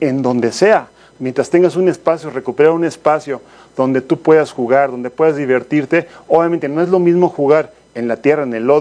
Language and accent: Spanish; Magdalena Contreras, Mexico City, Mexico; Soy de Magdalena de Contreras, y eran canchas de tierra